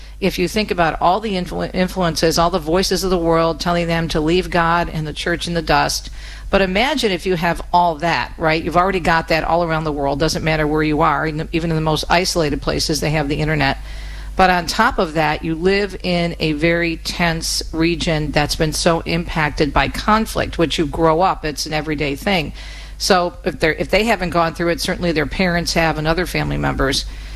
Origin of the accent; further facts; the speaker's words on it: Detroit, Michigan, United States; including my hometown of Metro Detroit